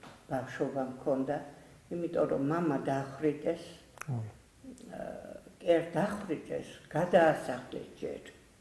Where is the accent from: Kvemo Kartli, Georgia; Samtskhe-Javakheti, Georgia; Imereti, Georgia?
Samtskhe-Javakheti, Georgia; Borjomi; born there; now in Tbilisi, Georgia; მე დავიბადე ბორჯომში.